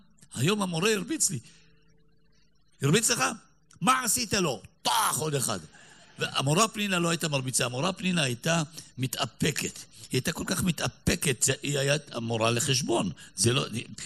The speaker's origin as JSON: {"language": "Hebrew", "town": "Petah Tikva", "region": "Central District", "country": "Israel", "tie": "born or raised there", "said": "אני גדלתי פה בפתח תקווה, ולמדתי בבית ספר, בבית הספר הדתי, נצח ישראל בנים."}